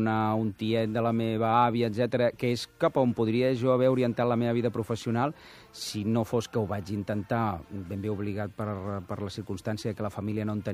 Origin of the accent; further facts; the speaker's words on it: Barcelona, Catalonia, Spain; jo sempre dic que sóc del Poblenou abans que fos guai, que la gent descobrís que era guai